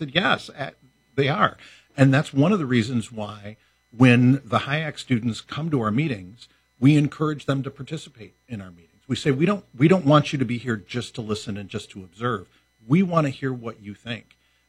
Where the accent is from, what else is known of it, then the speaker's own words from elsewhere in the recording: Mount Pleasant, Michigan, United States; now in Holland, United States; I didn't grow up in Holland, as I think the listeners know. I grew up in Mount Pleasant.